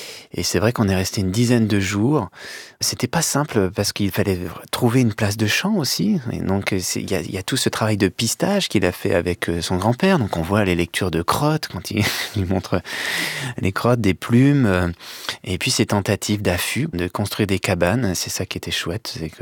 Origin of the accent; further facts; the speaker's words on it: Chamagne, Grand Est, France; moi j'ai grandi à Chamagne